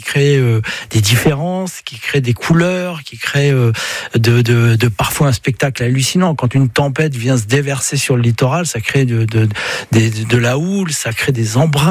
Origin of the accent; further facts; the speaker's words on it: Brittany, France; je suis breton et puis je le ressens profondément.